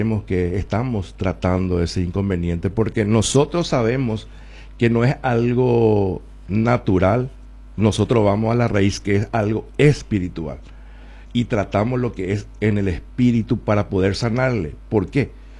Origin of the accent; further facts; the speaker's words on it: Coronel Oviedo, Caaguazú, Paraguay; Sí, yo soy de Coronel Oviedo.